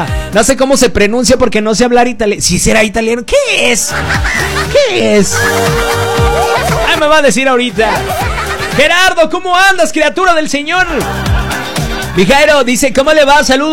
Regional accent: El Salto, Durango, Mexico; now in Durango, Mexico; saludotes a la gente que nos escucha desde allá del Salto, mi tierra

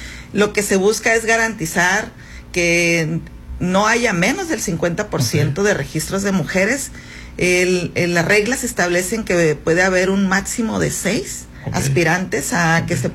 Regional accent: Chametla, Sinaloa, Mexico; Yo soy del sur de Sinaloa, soy de una familia incluso que se dedica al mango. Todos los de mi pueblo en Chametla se dedican al mango.

